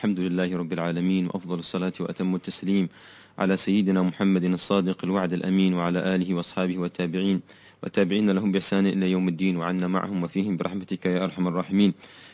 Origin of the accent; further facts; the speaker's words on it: Tarim, Hadramawt, Yemen; بلدتنا بلدة تريم